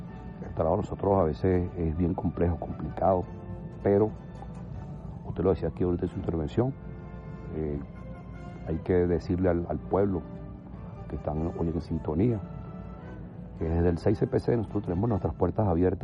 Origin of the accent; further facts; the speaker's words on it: Caracas, Capital District, Venezuela; De Caracas, sí, señor.